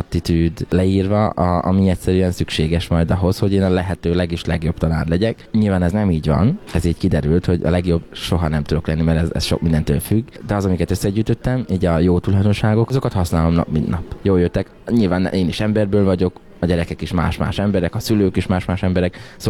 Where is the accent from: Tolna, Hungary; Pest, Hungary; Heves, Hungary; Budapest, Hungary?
Heves, Hungary; Kápolna; born or raised there